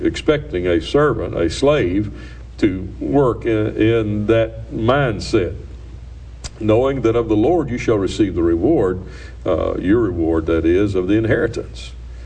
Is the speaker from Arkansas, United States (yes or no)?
yes; Little Rock, Arkansas, United States; I was born in Little Rock, Arkansas